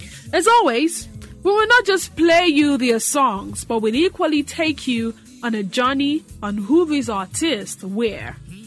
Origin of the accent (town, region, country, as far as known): Nigeria